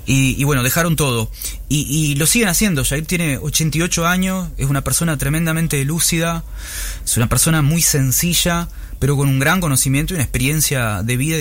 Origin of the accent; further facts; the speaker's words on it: Rivera, Uruguay; es el barrio en que nací y me crié